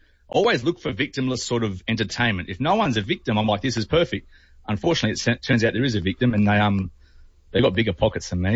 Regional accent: Warren, New South Wales, Australia; me and my cousin Spud, we're both from Warren originally, which is a bit further west of Dubbo.

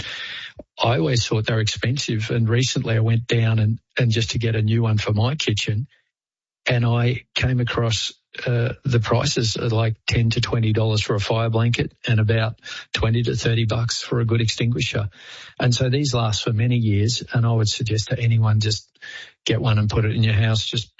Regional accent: Melbourne, Victoria, Australia; now in Queensland, Australia; I grew up in Melbourne and had an electric blanket. Queensland, where I am now, doesn't get cold enough really

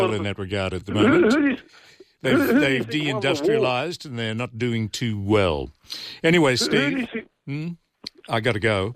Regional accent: Griffith, New South Wales, Australia; born there; No, I'm not. I was born in Griffith, but so.

